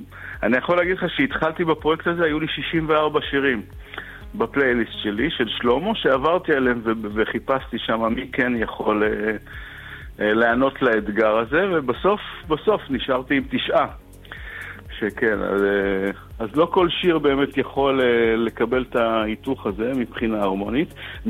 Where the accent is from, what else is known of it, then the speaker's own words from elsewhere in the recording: Ashdod, Southern District, Israel; moved away as an adult; now in Tel Aviv, Israel; גדלתי באשדוד, המפגש שלי עם האנדלוסית הוא לא כזה, הוא לא מקרי. אני גדלתי באשדוד עד גיל 20 ואז עברתי לתל אביב לעשות את דרכי בעולם המוזיקה